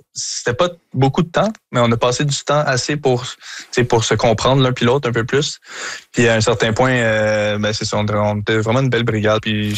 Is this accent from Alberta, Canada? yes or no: no; Montreal, Quebec, Canada; Ben je pense que vous le savez, je suis Montréalais dans l'âme